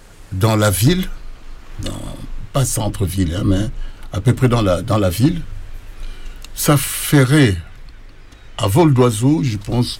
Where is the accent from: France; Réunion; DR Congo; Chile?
DR Congo; Kinshasa; born there; je suis né dans Léopoldville.